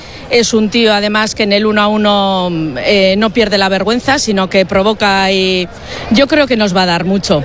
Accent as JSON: {"language": "Spanish", "town": "Zamudio", "region": "Basque Country", "country": "Spain", "said": "Arratsaldeon … de Zamudio."}